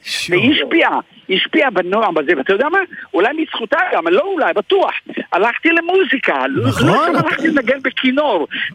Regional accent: Ramla, Central District, Israel; moved away as an adult; also born or lived in Jaffa; now in Eilat, Israel; אני יליד יפו, יליד דג'אני, אז גדלתי ברמלה, אחרי צבא אילת, כן, התנודדתי

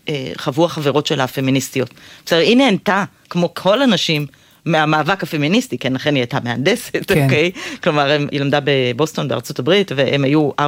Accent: West Bank, Palestine; אז גדלתי בציונות הדתית ביישוב בגוש עציון, שהיה יישוב בהרבה מובנים מאוד ליברלי

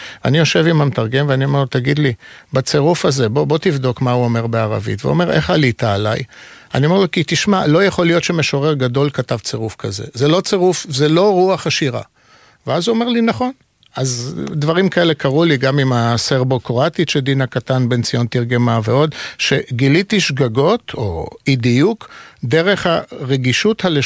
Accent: Tel Aviv, Tel Aviv District, Israel; also born or lived in Jaffa; נולדתי ביפו וגדלתי ברמת אביב של שנות ה-60, עליית גומוקה של שלהי שנות ה-50. אפשר היה להסתדר בשפה הפולנית או ביידיש בכל מקום בשכונה.

